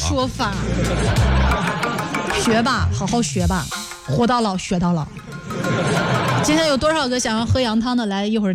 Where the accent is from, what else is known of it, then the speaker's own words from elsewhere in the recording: Xuzhou, Jiangsu, China; moved away; 我的老家徐州